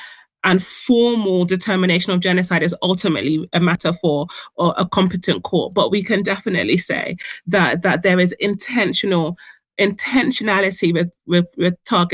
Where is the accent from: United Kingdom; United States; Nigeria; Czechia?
Nigeria; South East; I am of Nigerian heritage. My parents came to this country when they were just 20 years old, with my older brother and sister in tow. And I'm from the southeast region of Nigeria. I'm Igbo.